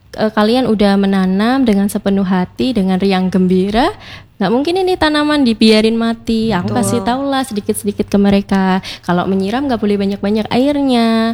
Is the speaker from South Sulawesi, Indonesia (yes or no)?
no; Surakarta, Central Java, Indonesia; Kayak aku dari Jawa, Solo lagi. Sekasar-kasarnya orang Solo kan tetap lembut di mata mereka.